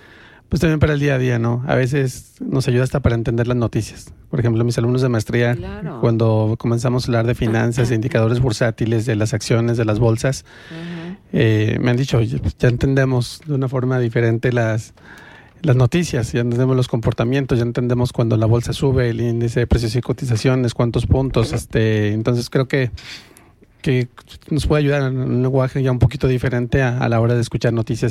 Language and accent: Spanish; Mexico